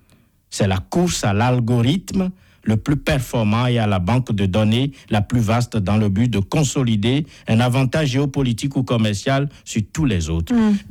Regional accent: Benin; chez moi au Bénin

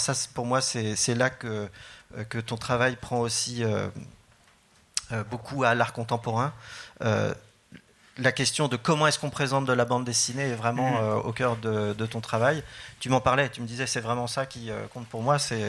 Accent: France; chez nous en France.

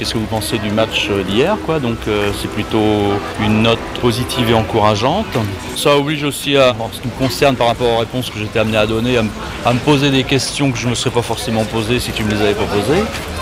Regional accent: Saint-Laurent-du-Maroni, French Guiana; parce qu'on vient de Saint-Laurent-du-Maroni, à la frontière du Suriname.

